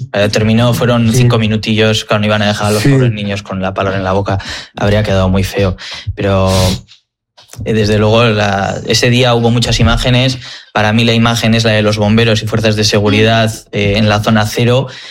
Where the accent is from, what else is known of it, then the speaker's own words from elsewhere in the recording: Spain; por ser españoles